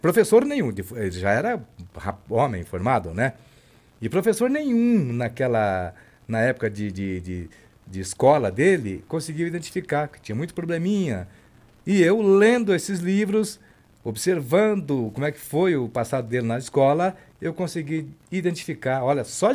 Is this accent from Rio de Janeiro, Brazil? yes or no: no; Paraná, Brazil; moved away; Eu, quando estava lá para as bandas do Paraná, né, lá na minha cidade